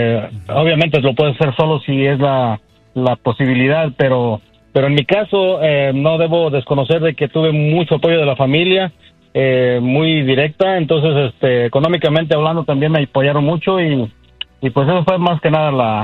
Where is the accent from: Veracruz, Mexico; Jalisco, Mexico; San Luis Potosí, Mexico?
San Luis Potosí, Mexico; Agualulco; now in United States; Así es, yo soy de un pueblito de San Luis Potosí que se llama Agualulco, San Luis Potosí.